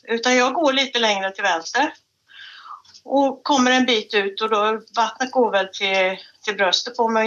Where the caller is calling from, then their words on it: Jönköping County, Sweden; Jag är inte riktigt i Jönköping. Jag kom ifrån Ulricehamn och jag är bottnare nu. Så vi är i Småland i alla fall.